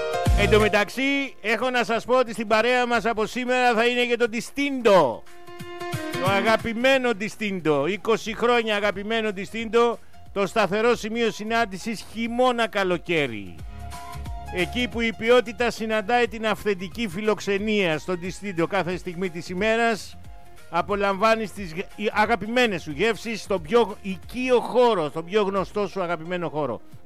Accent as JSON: {"language": "Greek", "town": "Nafpaktos", "region": "Western Greece", "country": "Greece", "tie": "born there", "moved": "yes", "lives_now": "Patras, Greece", "said": "Καλημέρα στην Αύπακτο, την γενέτηρά μου, την αρχόντισσα του Κορινθιακού, την πανέμορφη. Καλημέρα στην Αιτωλοακαρνανία, την πατρίδα μου."}